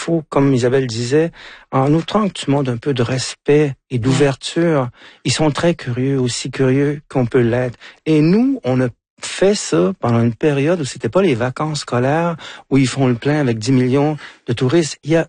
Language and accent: French; Quebec, Canada; also born or lived in Paris region, France; Moi, pendant mes vacances, j'étais un Parisien parce que j'habitais à la région de Paris. Sauf que maintenant, j'y vais en tant que Québécois